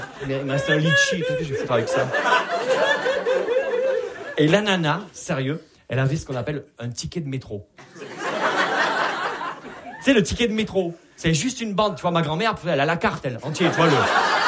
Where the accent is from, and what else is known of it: Perpignan, Occitanie, France